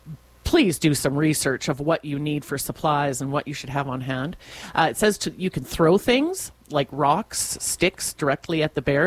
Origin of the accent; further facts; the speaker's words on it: Winnipeg, Manitoba, Canada; in Manitoba, where in the schools where we grew up in Winnipeg